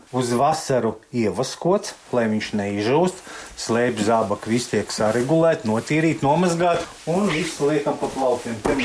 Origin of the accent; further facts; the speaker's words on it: Riga, Latvia; moved away as an adult; now in Gaiziņkalns, Latvia; es kā rīdzinieks tiku Rīgas ceļos, būvēja Rīgā ielas.